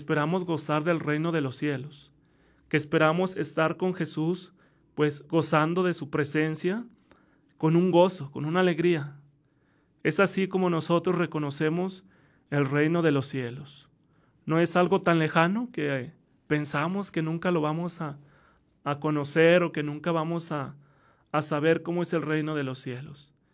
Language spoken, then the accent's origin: Spanish; Zacatecas, Mexico; now in Fresnillo, Mexico; la comunidad de donde soy originario, ¿verdad? Mandamos saludos a la comunidad del Mezquite